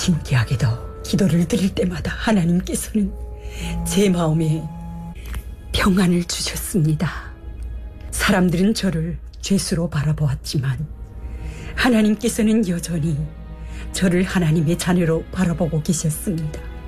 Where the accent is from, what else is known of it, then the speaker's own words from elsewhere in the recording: North Hamgyong, North Korea; born there; moved away as an adult; 저는 북한 함경북도에서 태어나 가족을 위해 중국으로 탈북했지만 인신매매를 당했습니다.